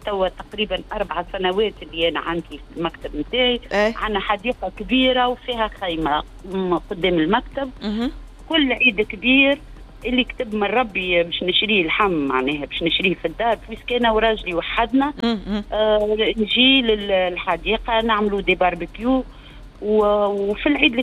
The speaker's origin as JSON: {"language": "Arabic", "country": "Tunisia", "moved": "yes", "lives_now": "Belgium", "said": "انا فخوره الحقيقه واني تونسيه فخوره ديما نقول لهم جو سوي فيغ دات تونيزيان"}